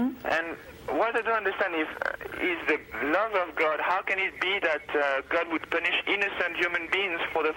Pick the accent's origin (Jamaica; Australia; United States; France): France; I am from France, Mother.